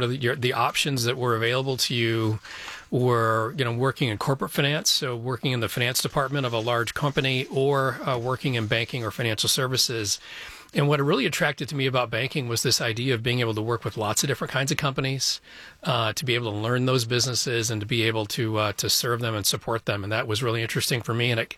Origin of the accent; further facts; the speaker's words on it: DeWitt, United States; But so I grew up in DeWitt.